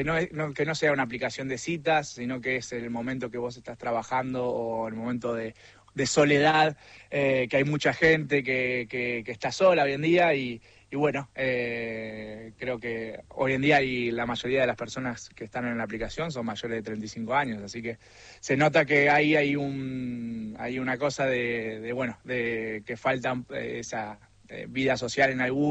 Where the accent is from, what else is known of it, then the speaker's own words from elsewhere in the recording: Argentina; moved away as an adult; yo a los 18 años me fui de Argentina para ser profesional de handball, que bueno, como ya saben, en Argentina cualquier otro deporte que no sea el fútbol es muy difícil vivir de ello